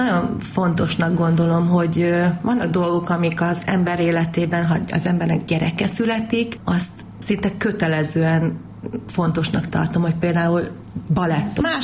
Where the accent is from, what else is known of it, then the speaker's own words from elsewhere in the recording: Budapest, Hungary; moved away as an adult; now in Szentendre, Hungary; mi ott nőttünk fel a Ferenc körúton, a villamos ott ment